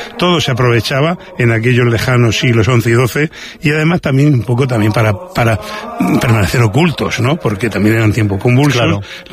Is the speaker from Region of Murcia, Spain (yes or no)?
yes; Region of Murcia, Spain